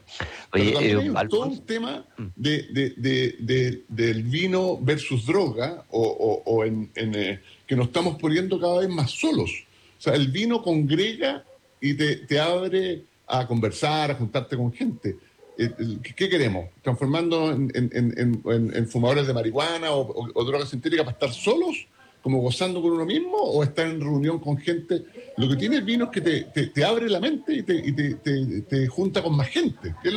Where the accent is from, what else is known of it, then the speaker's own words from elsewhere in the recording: Chile; Somos grandes en la industria del vino, y cada botella de vino, somos grandes embajadores de Chile en todo el mundo